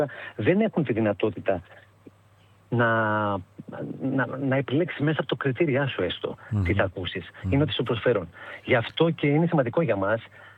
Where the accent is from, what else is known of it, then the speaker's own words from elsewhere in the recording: Arta, Epirus, Greece; now in Athens, Greece; Δεν είμαι από Κέρκυρα, είμαι από Άρτα.